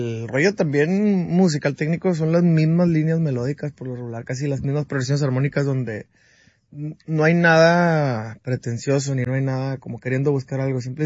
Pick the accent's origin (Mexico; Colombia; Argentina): Mexico